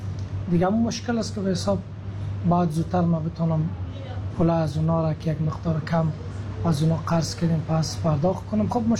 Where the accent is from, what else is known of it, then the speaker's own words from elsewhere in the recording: Afghanistan; now in Australia; از افغانستان هستم، سیتیزن استرالیا و سال 2017 ما در استرالیا آمدیم.